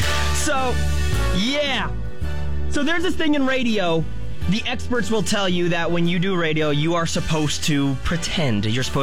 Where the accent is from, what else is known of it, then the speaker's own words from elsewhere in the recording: New York, United States; And I grew up in New York. I grew up a diehard Knicks fan.